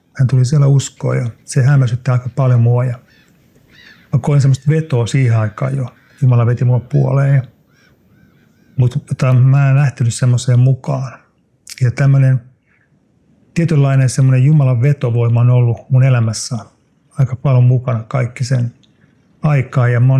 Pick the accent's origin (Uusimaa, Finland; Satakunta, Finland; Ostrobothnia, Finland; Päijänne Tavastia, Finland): Uusimaa, Finland; Helsinki; born there; Joo, mä oon syntynyt Helsingissä. Meidän perhe asui täällä Vallilassa, kun mä synnyin